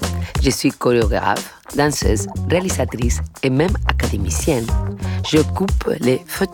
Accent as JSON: {"language": "French", "town": "Madrid", "region": "Community of Madrid", "country": "Spain", "second_language": "French", "moved": "yes", "lives_now": "Paris, France", "said": "Vous l'entendez à ma voix, je suis d'origine espagnole. Je suis arrivée de Madrid à Paris en 1992"}